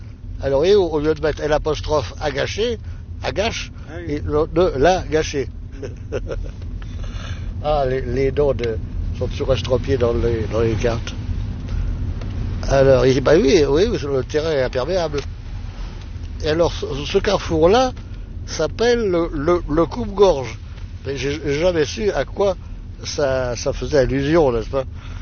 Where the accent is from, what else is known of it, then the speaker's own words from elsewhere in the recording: Paris, Île-de-France, France; born there; Mais non, je vous dis, je suis né à Paris, rue Carrière-Lemoine.